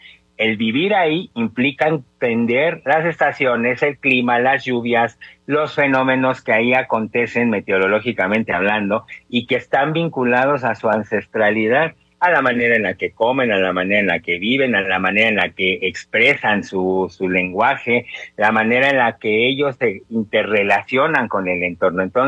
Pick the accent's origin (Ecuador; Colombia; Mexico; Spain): Mexico; Estos 68 grupos indígenas que habitan nuestro territorio o el territorio de México